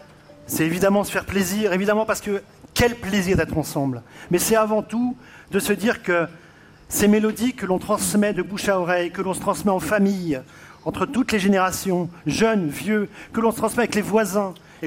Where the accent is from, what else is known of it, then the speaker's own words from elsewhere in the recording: France; de l'autre côté de la frontière, chez nous, en France, il serait bon de retrouver un peu de calme